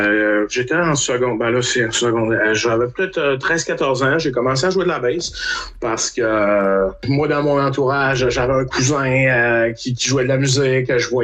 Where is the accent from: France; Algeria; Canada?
Canada; Quebec; moved away as an adult; now in Quebec City, Canada; je suis au Québec, mais je viens d'une région au Québec, le Saguenay-Lac-Saint-Jean. J'ai déménagé dans la ville. Moi, en ce moment, je suis dans la capitale nationale à Québec. Alors, je suis ici depuis 2012. J'avais déménagé pour des raisons de musique